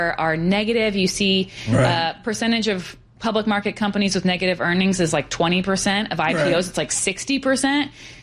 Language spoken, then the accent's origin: English; New Jersey, United States; now in Austin, United States; I'm from New Jersey, so I'm a local. But okay. I've been in Austin for over a decade.